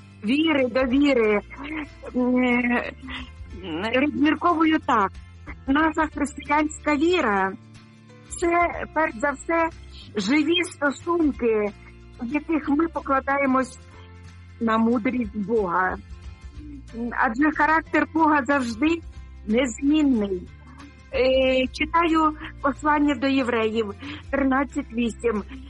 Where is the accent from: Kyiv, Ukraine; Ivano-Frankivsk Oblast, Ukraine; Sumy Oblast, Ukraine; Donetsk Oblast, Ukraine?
Sumy Oblast, Ukraine; Sumy; now in Denmark; вітаю вас з далекої Данії. Передаю вітаннячко на мою рідну Україну, у моє рідне місто Суми.